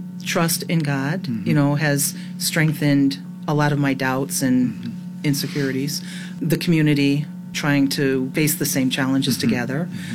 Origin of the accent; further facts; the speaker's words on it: Connecticut, United States; moved away as an adult; I'm from Connecticut.